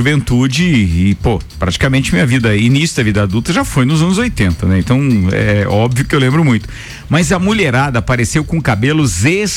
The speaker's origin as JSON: {"language": "Portuguese", "country": "Brazil", "tie": "born or raised there", "said": "quando era piá lá no Bom Retiro, nos anos 70."}